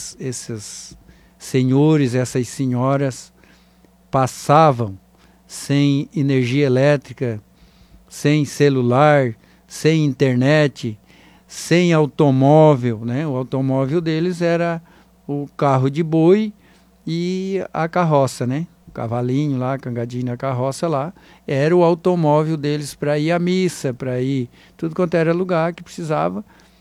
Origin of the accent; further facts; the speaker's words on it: Ermo, Santa Catarina, Brazil; born there; lá na localidade de Garapuvu, município de Ermo, minha comunidade vizinha lá da minha terra lá.